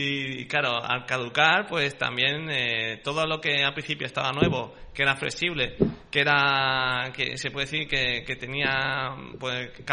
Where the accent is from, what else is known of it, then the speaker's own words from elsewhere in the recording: Villena, Valencian Community, Spain; Y para mí Villena es prácticamente mi tierra, o sea, es igual que para vosotros a lo mejor...